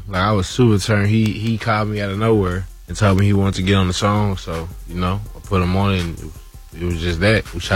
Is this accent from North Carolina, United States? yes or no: no; Fort Worth, Texas, United States; I'm from Fort Worth, Texas